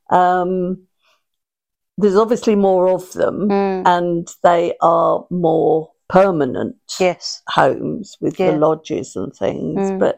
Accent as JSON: {"language": "English", "town": "Folkestone", "region": "South East England", "country": "United Kingdom", "tie": "born there", "also_born_or_lived": "Capel", "said": "I was born in Folkestone."}